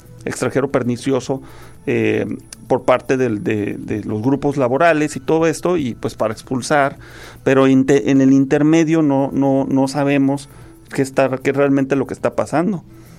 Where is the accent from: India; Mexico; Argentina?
Mexico; Tijuana, Baja California; más que muchas familias que somos tijuanenses